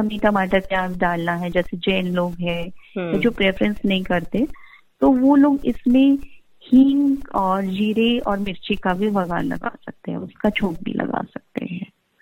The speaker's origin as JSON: {"language": "Hindi", "region": "Rajasthan", "country": "India", "lives_now": "Bangalore, India", "said": "क्योंकि दाल बाटी के साथ हम राजस्थानी लोगों को कुछ तो चटकारा चाहिए"}